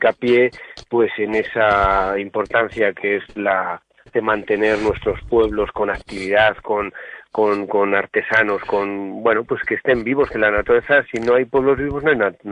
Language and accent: Spanish; Medina del Campo, Castile and León, Spain; Yo soy medinense de Valladolid, Medina del Campo.